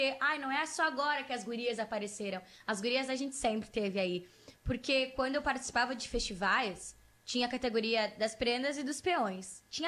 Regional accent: Rio Grande do Sul, Brazil; Pra mim, ser gaúcho é a gente receber as pessoas com esse carinho, essa de mesa cheia.

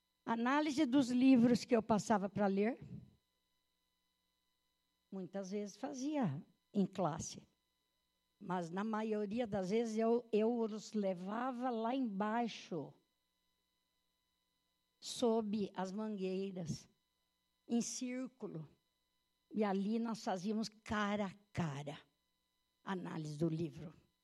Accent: Dois Córregos, São Paulo, Brazil; eu sou natural de Dois Córregos, né?

